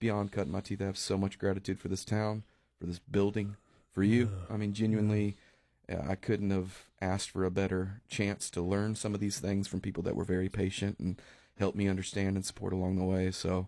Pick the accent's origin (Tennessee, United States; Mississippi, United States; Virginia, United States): Tennessee, United States; Nashville; moved away as an adult; now in Juneau, United States; I grew up right around Nashville and was there for 5 or 6 years, but I kind of got done with that city, and I needed something different. And that's how I arrived in Juneau.